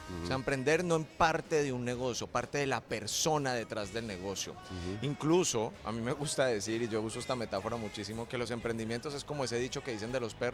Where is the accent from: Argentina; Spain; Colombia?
Colombia; accent: Colombian; Para los que me escuchan ya se dieron cuenta que mi acento es colombiano.